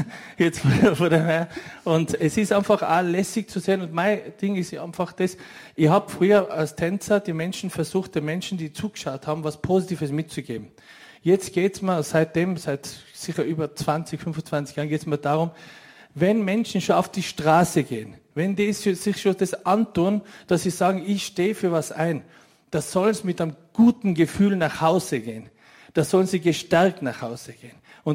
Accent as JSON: {"language": "German", "country": "Austria", "said": "habe ich gesagt, schau, ich bin Österreicher."}